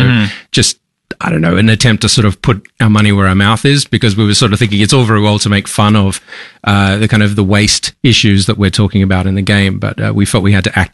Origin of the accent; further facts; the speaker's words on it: Australia; Also, we're Australian indie developers.